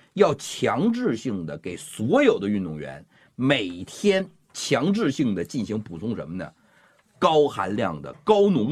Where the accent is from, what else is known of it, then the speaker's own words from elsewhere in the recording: Northeast China, China; accent: Northeastern; 用咱们东北话讲